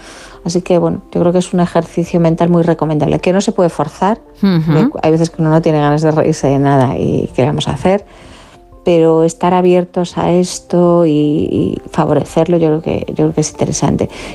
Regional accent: Galicia, Spain

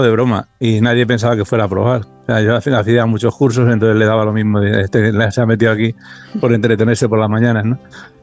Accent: Madrid, Community of Madrid, Spain; Todo lo contrario. Yo soy de Madrid, vamos, de Vallecas.

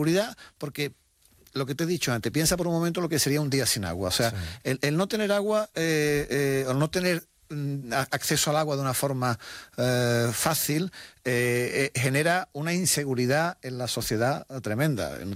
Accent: Spain; Bueno, no sé, a lo mejor en mi tierra aquí o quizás no. Pero sí deberíamos conocer el valor del agua, porque lo que sí hacemos bien los españoles es, cuando nos dan una nota de que hay que ahorrar agua y tal, hacerlo.

